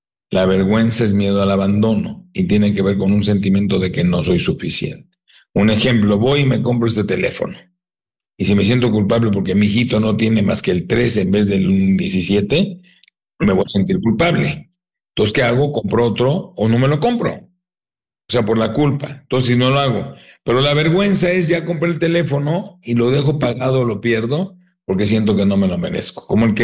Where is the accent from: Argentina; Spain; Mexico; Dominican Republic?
Mexico; Tijuana, Baja California; also born or lived in San Diego, United States; Tijuana, San Diego, siempre viví de chico, ¿no?